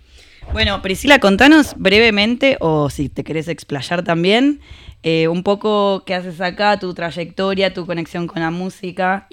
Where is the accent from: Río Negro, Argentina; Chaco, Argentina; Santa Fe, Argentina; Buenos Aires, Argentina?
Buenos Aires, Argentina; Yo me crié en Capital.